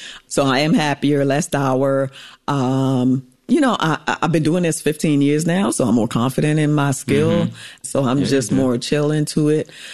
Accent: Saint Thomas, U.S. Virgin Islands

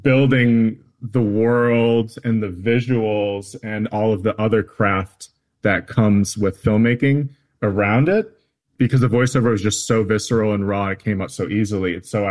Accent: Minneapolis, Minnesota, United States; reconnect with my Ojibwe identity. And it's my father's side that I have that. And, I didn't grow up in the reservation. I grew up in the Twin Cities.

